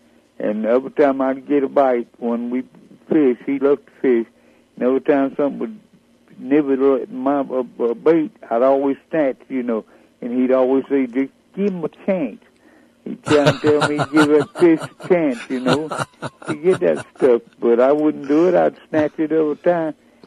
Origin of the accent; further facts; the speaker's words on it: Porterdale, Georgia, United States; also born or lived in Covington / Griffin; I lived down there in Porterdale. We all did. All of us … all of us lived down there till 46th, and then everybody got up and moved to Griffin